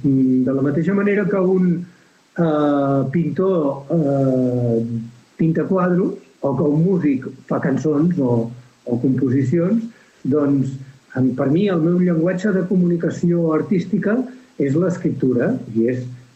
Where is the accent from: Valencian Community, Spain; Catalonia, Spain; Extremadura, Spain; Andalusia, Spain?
Catalonia, Spain; Camprodon; moved away as an adult; also born or lived in Barcelona; de Camprodon. Vaig néixer a Camprodon, als quatre cantons. El que passa que vaig estudiar fora. Quan vaig acabar la carrera de Filologia, em vaig posar a treballar a Barcelona